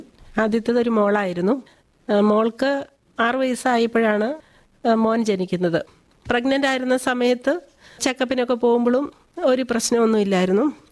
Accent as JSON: {"language": "Malayalam", "town": "Rajakkad", "region": "Kerala", "country": "India", "said": "ഇടുക്കിയിലാണ്, Idukki Rajakkad."}